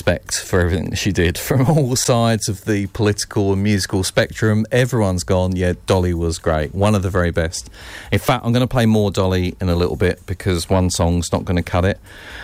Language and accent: English; England, United Kingdom; now in Brisbane, Australia; It works because I'm from Europe. Well, actually, not anymore now because we're not part of Europe